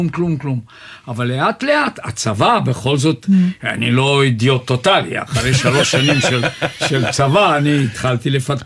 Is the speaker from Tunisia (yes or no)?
no; Bulgaria; Hebrew is a second language; now in Israel; אבל אני מבולגריה